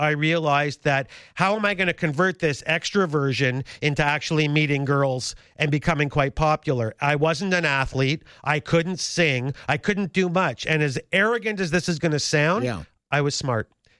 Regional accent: Toronto, Ontario, Canada; But yeah, I grew up in North York, and to be blunt, I've always been an extrovert.

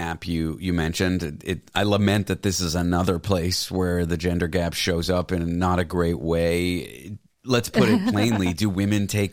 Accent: Canada; now in United States; I grew up in Canada. These things are protected. Where I live in the U.S. right now

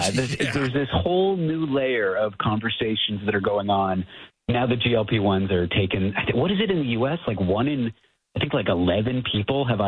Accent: Toronto, Ontario, Canada; Poor guy. I'm from Toronto.

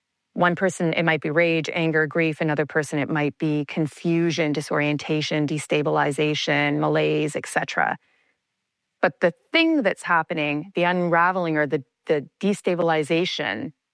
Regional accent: Canada; I'm a Canadian, I would have never thought that our relationship with the U.S. would become destabilized.

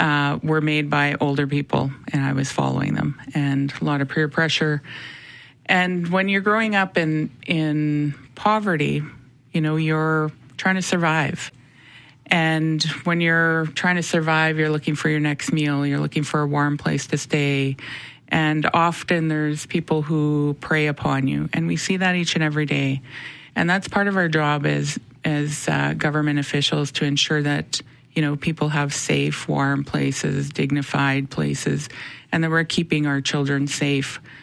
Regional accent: Winnipeg, Manitoba, Canada; Born and raised in the north end of Winnipeg.

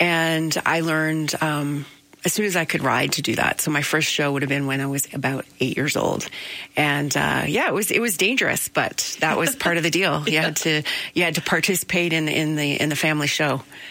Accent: Niagara, Ontario, Canada; where I grew up in Niagara.

